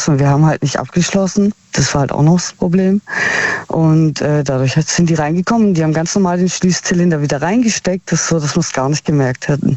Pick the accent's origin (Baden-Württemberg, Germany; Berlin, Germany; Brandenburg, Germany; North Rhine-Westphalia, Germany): Baden-Württemberg, Germany; Heilbronn; Aus Heilbronn.